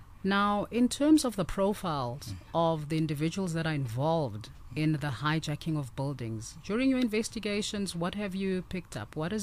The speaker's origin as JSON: {"language": "English", "town": "Johannesburg", "region": "Gauteng", "country": "South Africa", "tie": "born or raised there", "said": "I grew up in the Joburg CBD in the early 1990s, and Joburg CBD was the place to be. It was safe to walk around"}